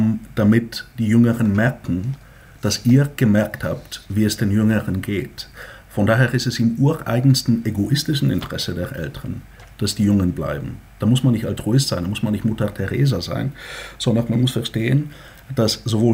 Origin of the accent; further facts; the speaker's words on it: Bulgaria; Meine Heimat Bulgarien ist ja von 9 Millionen Menschen 89 auf heute 6 Millionen implodiert.